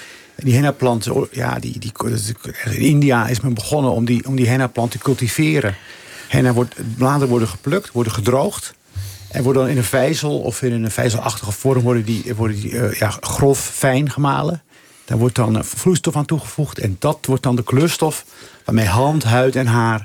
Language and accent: Dutch; Rotterdam, South Holland, Netherlands; Ik groeide op in Rotterdam eind jaren 70, begin jaren 80. Mijn moeder was uit de migratie uit Marokko naar Nederland gekomen.